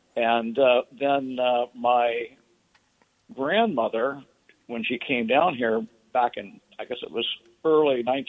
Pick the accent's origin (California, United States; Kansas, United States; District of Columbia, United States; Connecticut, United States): District of Columbia, United States; Washington; born there; now in Vermont, United States; I came up from Washington, D.C., where I was born